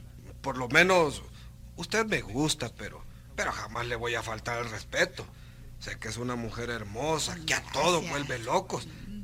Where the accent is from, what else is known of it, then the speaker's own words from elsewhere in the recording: San Esteban, Olancho, Honduras; No, soy de San Esteban, Olancho.